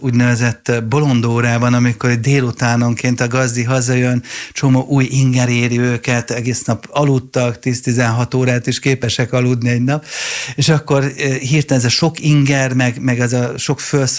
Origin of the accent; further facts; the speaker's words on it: Budapest, Hungary; én zuglói gyerek vagyok.